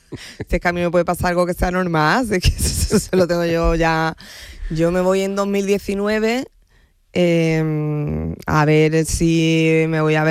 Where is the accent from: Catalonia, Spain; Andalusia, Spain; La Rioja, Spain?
Andalusia, Spain; Yo soy andaluza, pero tengo una parte un poquito estadounidense aquí en la cabeza.